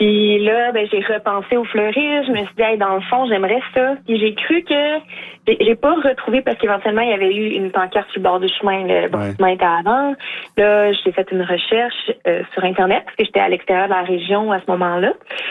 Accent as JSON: {"language": "French", "town": "Mascouche", "region": "Quebec", "country": "Canada", "tie": "born or raised there", "also_born_or_lived": "Saint-Colomban", "lives_now": "New Richmond, Canada", "said": "J'ai fait les 10 premières années de ma vie à Mascouche. Puis ensuite, à 10 autres années à Saint-Colomban, avant de m'en venir après ça par l'Est, là, dans Rimouski, puis New Richmond."}